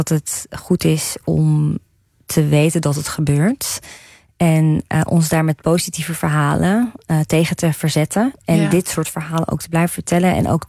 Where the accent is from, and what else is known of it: Netherlands